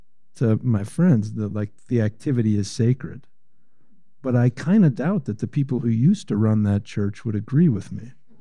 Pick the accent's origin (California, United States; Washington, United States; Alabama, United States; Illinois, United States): Illinois, United States; Chicago; now in Portland, United States; I grew up without the word church. I was raised Jewish in Chicago.